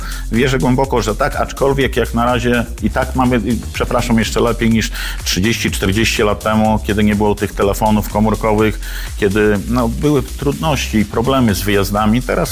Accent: Białystok, Podlaskie Voivodeship, Poland; moved away as an adult; jestem z Białegostoku, więc troszeczkę miałem dłuższą drogę

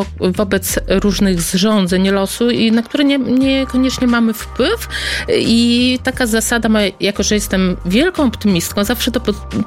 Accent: Podlaskie Voivodeship, Poland; moved away as an adult; now in Brussels, Belgium; Ja pochodzę z Podlasia. Jest to no tak piękna kraina

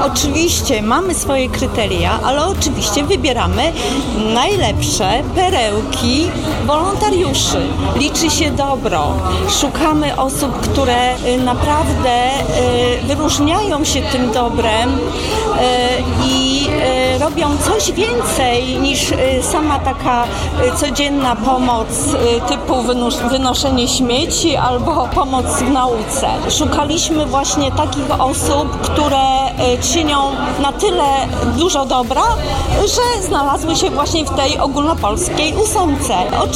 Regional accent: Białogard, West Pomeranian Voivodeship, Poland; sama organizowałam dwa razy galę u siebie, bo jestem z Białogardu

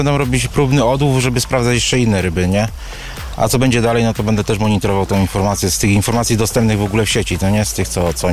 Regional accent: Słupca, Greater Poland Voivodeship, Poland

